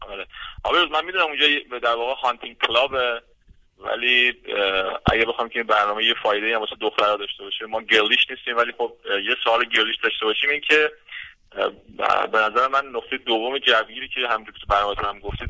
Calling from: Iran; از ایران زنگ میزنم.

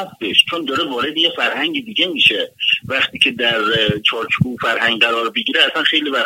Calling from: Las Vegas, Nevada, United States; تو شهر خودمون، تو همین لاس وگاس،

